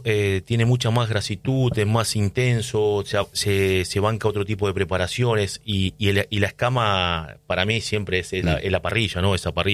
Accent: Cruz Alta, Córdoba, Argentina; born there; now in Santa Fe, Argentina; tampoco soy santafesino, yo nací en Cruz Alta, Córdoba, a la vera del río Carcarañá, nos divide el río, así que de un lado es Córdoba, otro a Santa Fe. Cuando llegué en el 2013 a cocinar a Santa Fe

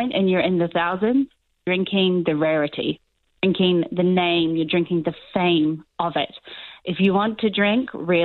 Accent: New Zealand; accent: New Zealand; Now I'm trying to say it in my New Zealand accent and I can't.

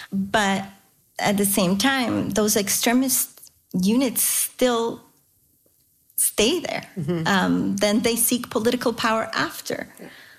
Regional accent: Vojvodina, Serbia; So I was born and living in the what today is northern part of Serbia, but it was always this p

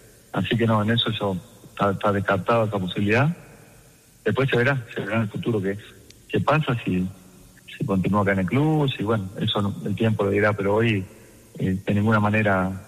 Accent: Uruguay; Bueno, soy uruguayo, como usted bien decía

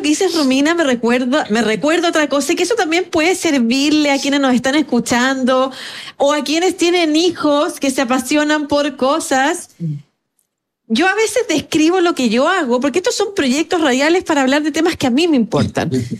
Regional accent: Chile; Buenos días, buenas tardes, como decimos aquí en Chile.

